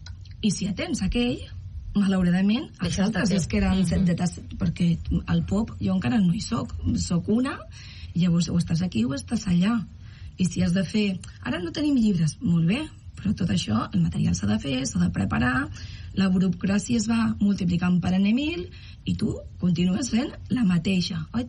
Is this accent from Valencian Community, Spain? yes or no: yes; Valencian Community, Spain; moved away as an adult; now in Arenys, Spain; jo vinc de València. Soc valenciana. Fa 25 anys que treballo aquí i tinc companys allà.